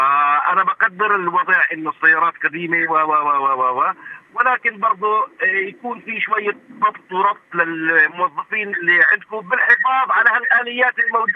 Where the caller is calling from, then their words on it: Bethlehem, West Bank, Palestine; انا مواطن من بيت لحم،